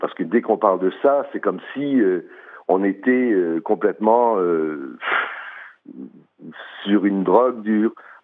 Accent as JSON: {"language": "French", "region": "Quebec", "country": "Canada", "said": "chez nous au Québec"}